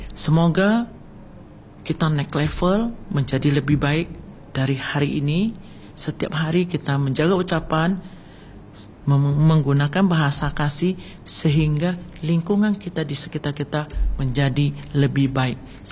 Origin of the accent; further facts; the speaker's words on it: Indonesia; born there; Kita sangat bahagia lahir di Indonesia yang mempunyai dasar nilai Pancasila, dan kita sebagai umat Buddha yang memiliki dasar moralitas yaitu Pancasila Buddhis.